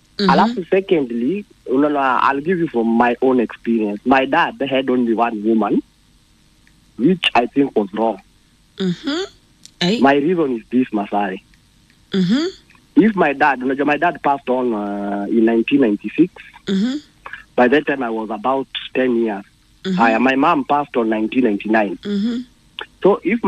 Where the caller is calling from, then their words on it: Voi, Taita-Taveta County, Kenya; Toka Voi.